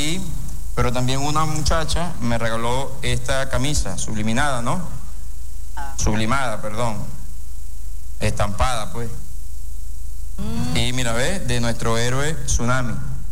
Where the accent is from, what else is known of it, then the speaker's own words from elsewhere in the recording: Maturín, Monagas, Venezuela; yo soy de Maturín, de Monagas, el mejor estado y la mejor ciudad de Venezuela.